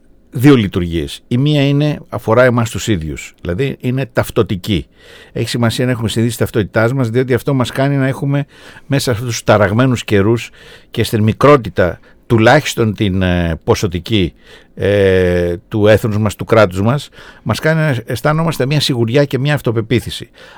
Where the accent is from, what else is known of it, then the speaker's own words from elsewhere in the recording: Greece; εγώ είμαι εκ της Νοτιού Ελλάδος, μόνο ότι όπως οι περισσότεροι χωρίζεις και από τη Βόρειο και από την εκτός των ορίων Ελλάδα, διότι έχω καταγωγή από την Νήσο Ύμβρο.